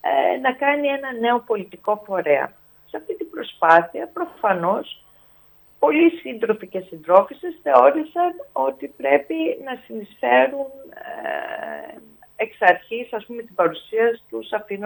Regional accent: Serres, Central Macedonia, Greece; Γεια σας στην πατρίδα μου.

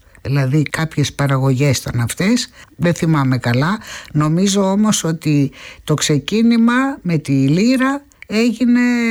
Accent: Methana, Attica, Greece; Κυρίως έχω στη μύτη μου τη μυρωδιά από τον τόπο μου αυτό, που ευτύχησα να μεγαλώσω παιδί

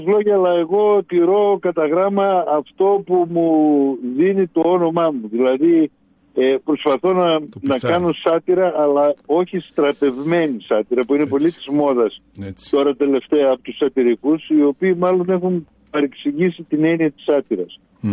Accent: Serres, Central Macedonia, Greece

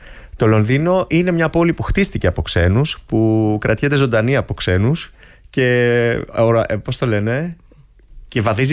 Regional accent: Greece; also born or lived in England; now in London, United Kingdom; φύγαμε εμείς από εδώ νομίζοντας, α, είμαστε Έλληνες

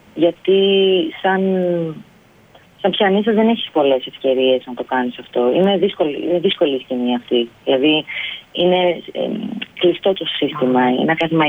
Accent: Athens, Attica, Greece; moved away as an adult; also born or lived in Thessaloniki; now in Berlin, Germany; Στην Ελλάδα, ναι, στην Αθήνα γεννήθηκα και μεγάλωσα στο Πολυτεχνείο Αδριατικής. Βορειοανατολική Αττική.

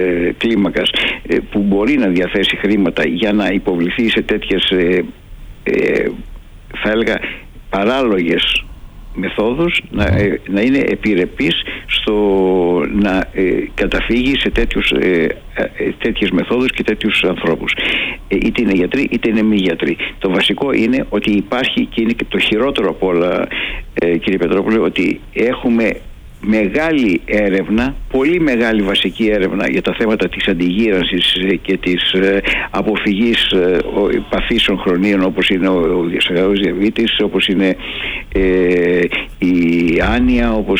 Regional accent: Greece; μας αφορά εμάς σαν Έλληνες.

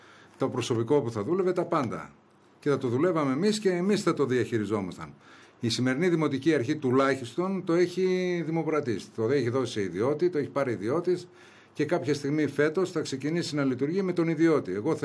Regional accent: Greece; Εγώ γεννήθηκα εκεί, μεγάλωσα εκεί, έκατσα 16 χρόνια δήμαρχος.

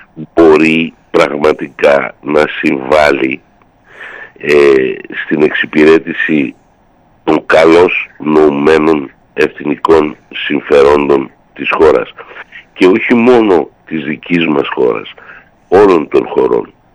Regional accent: Greece; σαν Έλληνας

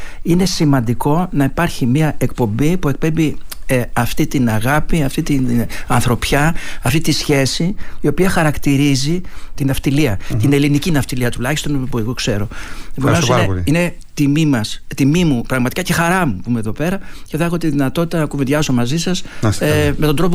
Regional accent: Thessaly, Greece; also born or lived in Trikala / Karditsa; η καταγωγή μου είναι από τη Θεσσαλία, και μάλιστα μία συνιστόσα, να χρησιμοποιήσω αυτή τη λέξη, είναι από τη Τρίκαλα και άλλη από την Καρδίτσα.

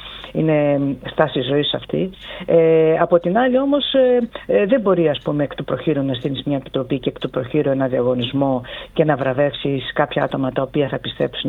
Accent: Volos, Thessaly, Greece; moved away; Δεν τυχαία το λέω σε σένα και στο Βόλο. Με μεγάλη συγκίνηση στην πατρίδα μου.

